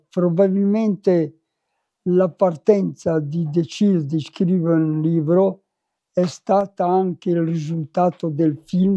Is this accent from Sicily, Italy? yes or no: no; Castello di Fiemme, Trentino-Alto Adige, Italy; vengo da Castel di Fieme nel Trentino.